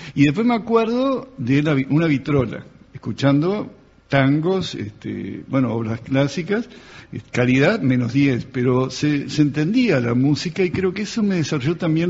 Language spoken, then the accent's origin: Spanish; Montevideo, Uruguay; also born or lived in Mexico; Yo soy montevideano. Tengo pinta del interior, pero esa es una personalidad que me la dio México, más que nada.